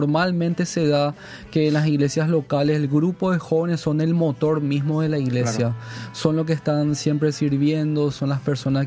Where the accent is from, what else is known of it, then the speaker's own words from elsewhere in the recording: Paraguay; siempre estamos y más como latino, como paraguayo, que no planificamos ni organizamos